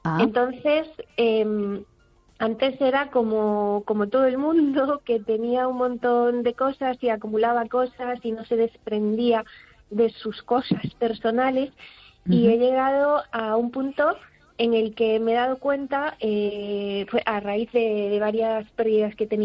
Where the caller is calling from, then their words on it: A Coruña, Galicia, Spain; llamo desde Coruña.